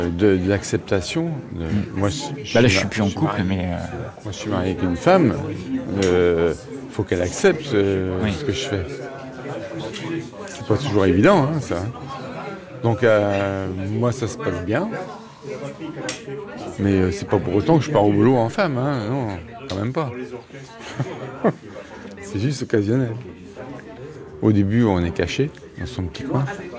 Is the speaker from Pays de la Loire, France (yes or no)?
yes; Pays de la Loire, France; Moi, je suis de Vendée.